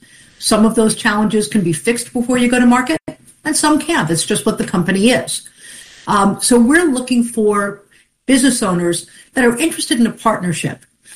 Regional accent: Long Island, New York, United States; I'm a kid from Long Island

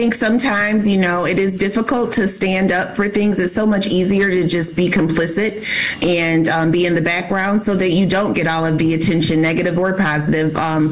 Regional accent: Muskegon, Michigan, United States; I'm from Muskegon, Michigan.

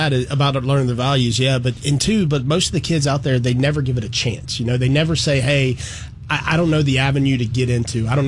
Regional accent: Mississippi, United States; And I'm from South Mississippi

